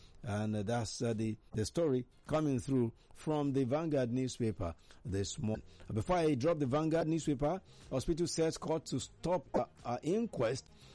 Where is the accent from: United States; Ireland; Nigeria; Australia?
Nigeria